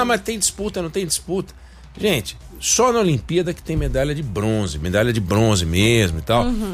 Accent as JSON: {"language": "Portuguese", "country": "Brazil", "said": "Eu penso assim, eu sou brasileiro."}